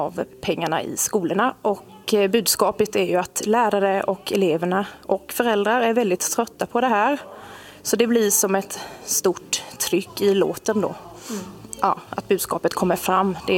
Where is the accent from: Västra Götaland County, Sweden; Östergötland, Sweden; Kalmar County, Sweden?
Kalmar County, Sweden; Kalmar; jag är ju lärare från Kalmar.